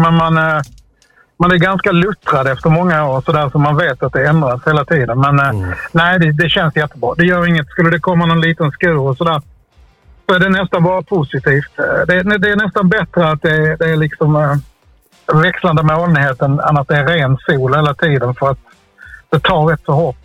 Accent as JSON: {"language": "Swedish", "region": "Skåne", "country": "Sweden", "said": "jag kommer själv från Lilla Hör i Skåne som ligger 4,5 mil därifrån"}